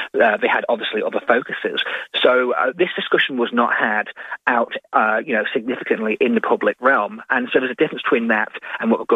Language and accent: English; Isle of Man; now in Australia; Look, I'm from the Isle of Man, Leith. I love the TT races.